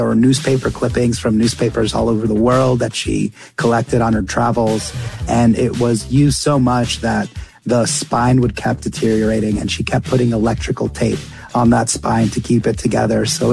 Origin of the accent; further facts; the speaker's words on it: Doha, Qatar; because we were living, I was born and raised in Doha, Qatar.